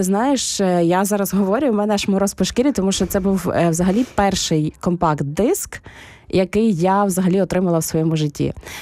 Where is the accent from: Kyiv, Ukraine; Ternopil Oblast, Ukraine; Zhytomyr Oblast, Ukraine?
Ternopil Oblast, Ukraine; Ternopil; ви грали на вулицях мого рідного міста в Тернополі, 2002-2003 рік приблизно.